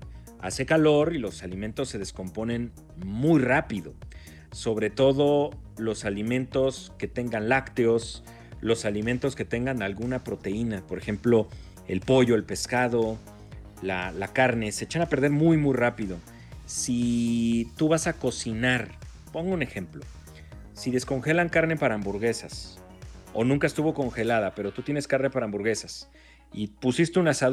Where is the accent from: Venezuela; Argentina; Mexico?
Mexico; northern Mexico; Mario Arbizu y yo, como buenos norteños